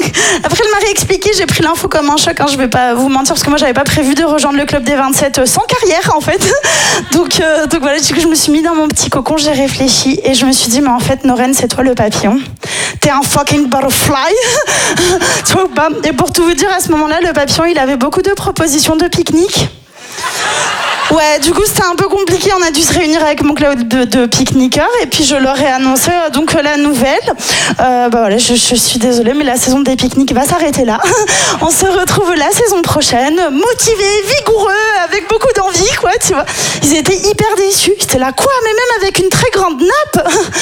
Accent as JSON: {"language": "French", "town": "Nice", "region": "Provence-Alpes-Côte d'Azur", "country": "France", "said": "moi, je suis niçoise"}